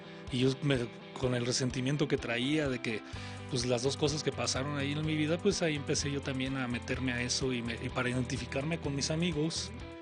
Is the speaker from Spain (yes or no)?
no; Michoacán, Mexico; en Michoacán. Ya había chavos tatuados